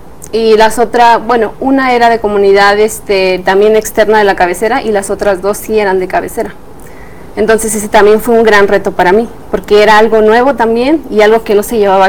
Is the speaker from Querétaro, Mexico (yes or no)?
yes; Santiago Mezquititlán, Querétaro, Mexico; Soy de la comunidad de Santiago Mezquititlán. Es una comunidad muy, muy grande del municipio.